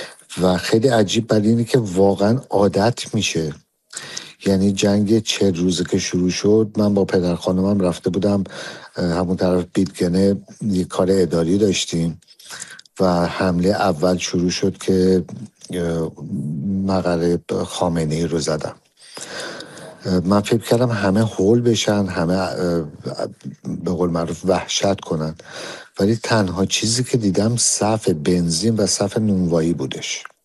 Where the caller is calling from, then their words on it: Shahriar, Tehran Province, Iran; از تهران اومدم بیرون، چون جای سکونتم شهریار هست و اطراف ما بیتکنه هستش